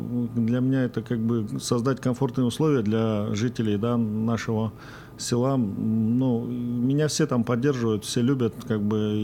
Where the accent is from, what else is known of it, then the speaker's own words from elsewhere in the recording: Kizlyar District, Dagestan, Russia; born there; moved away as an adult; корни я родился в Кизлярском районе. Село есть такое, Карла Маркс. А так мы выходцы, ну, как бы, из Цумадинского района, там село Сантляда.